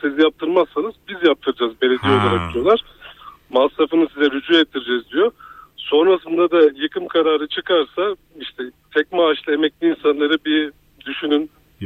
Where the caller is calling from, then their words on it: İzmir, Turkey; İzmir Bayraklı'dan arıyorum.